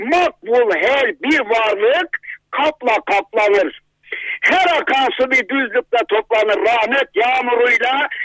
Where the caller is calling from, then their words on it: Kahramanmaraş, Turkey; Kahramanmaraş'tan arıyorum.